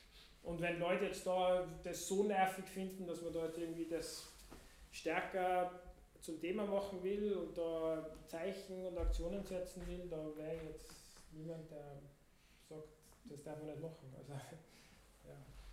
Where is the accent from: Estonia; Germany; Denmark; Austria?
Austria; sage ich jetzt als Österreicher.